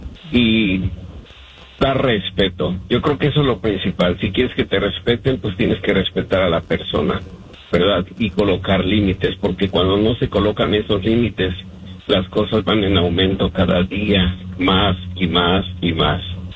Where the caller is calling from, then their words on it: West Palm Beach, Florida, United States; Muy buenos días desde West Palm Beach.